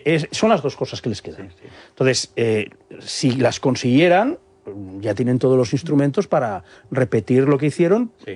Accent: Barcelona, Catalonia, Spain; pues pueda dar una imagen distinta y es mi tierra

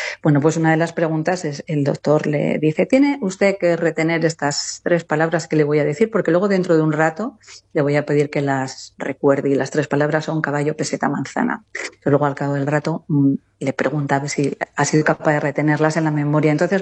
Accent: Quintana Redonda, Castile and León, Spain; el viernes estuvimos aquí en Soria, precisamente, en mi pueblo, en el pueblo de mi madre, Quintana Redonda, 500 habitantes censados

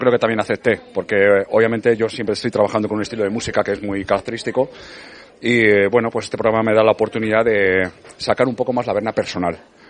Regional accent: Valladolid, Castile and León, Spain; also born or lived in Alicante; que nací en Alicante. Y yo, alicantino, tengo familia y demás, pero muy pequeñito volví a Valladolid. Y porque mis padres eran de aquí, y yo soy vallisoletano a todos los efectos, muy orgulloso de la ciudad.

